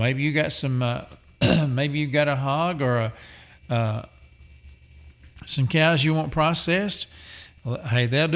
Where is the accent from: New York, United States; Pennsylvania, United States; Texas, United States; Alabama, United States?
Alabama, United States; Boaz; moved away as an adult; now in Sequatchie Valley, Tennessee, United States; My hometown is actually Boaz, Alabama. And I'm married up this way.